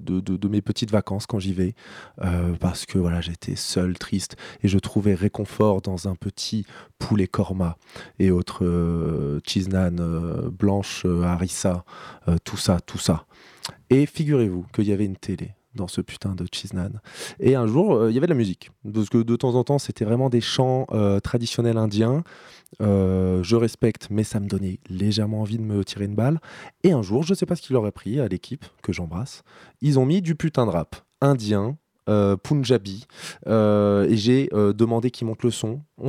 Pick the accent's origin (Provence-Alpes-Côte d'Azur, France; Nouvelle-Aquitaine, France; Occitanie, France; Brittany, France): Occitanie, France; Montpellier; moved away; Je suis originaire de Montpellier.